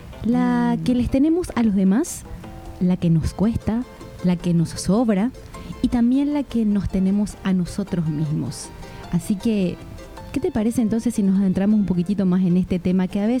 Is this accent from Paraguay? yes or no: yes; Paraguay